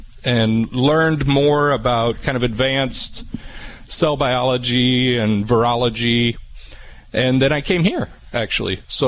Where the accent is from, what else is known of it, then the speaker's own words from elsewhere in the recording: Dawson, Illinois, United States; From Springfield area. So, I grew up in Dawson, Mechanicsburg area.